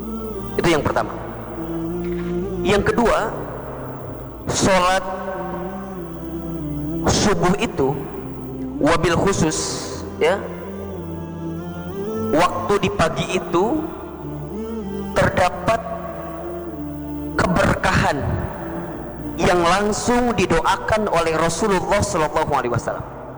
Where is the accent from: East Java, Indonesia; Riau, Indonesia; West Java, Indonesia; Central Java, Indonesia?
West Java, Indonesia; Garut; Saya waktu di Garut itu, saya aslinya orang Garut gitu